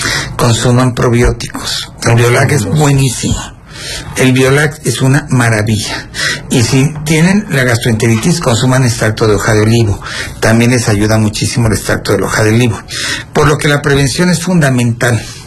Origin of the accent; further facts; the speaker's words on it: Coacalco, State of Mexico, Mexico; Yo soy de aquí de Coacalco Ranch